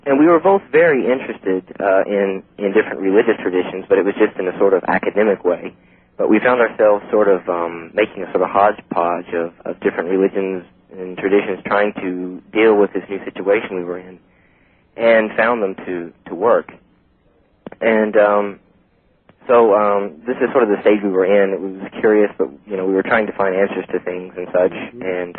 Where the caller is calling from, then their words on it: Tennessee, United States; I'm calling from Tennessee.